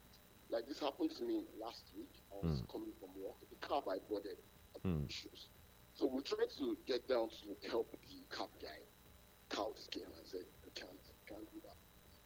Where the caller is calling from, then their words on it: Ikorodu, Lagos, Nigeria; I'm calling from Ikorodu.